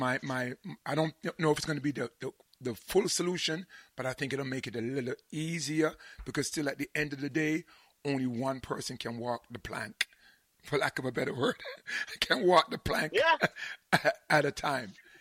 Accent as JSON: {"language": "English", "town": "Frankfield", "region": "Clarendon", "country": "Jamaica", "said": "Me and you come from Frankfield, you know."}